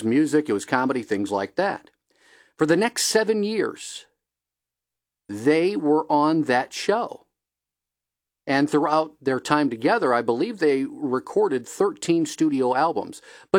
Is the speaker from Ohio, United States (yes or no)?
yes; Ohio, United States; You know, I have one thing in common with Jed York. We're both from Ohio, and that's where it starts and stops.